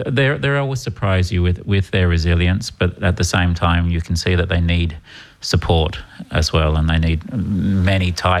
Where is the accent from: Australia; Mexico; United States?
Australia; Perth, Western Australia; now in Ireland; I'm from Perth, Australia. Ah, I've been here about 26 years now.